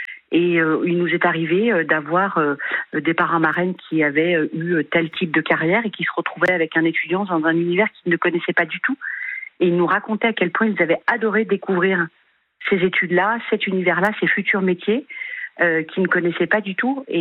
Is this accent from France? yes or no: yes; Lyon, Auvergne-Rhône-Alpes, France; Je suis une pure lyonnaise.